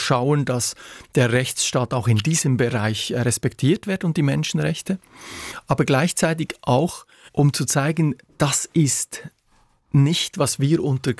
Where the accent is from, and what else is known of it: Switzerland